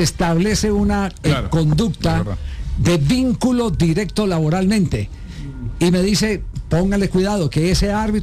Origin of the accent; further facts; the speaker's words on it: Caldas, Colombia; es frente al equipo de mi tierra